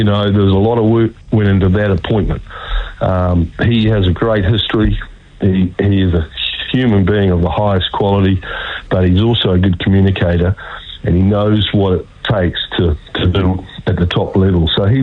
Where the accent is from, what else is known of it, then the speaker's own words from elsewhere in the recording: New Zealand; I'm a Kiwi. I played for New Zealand. I played as a kid at Cornwall Cricket Club, like Alex said.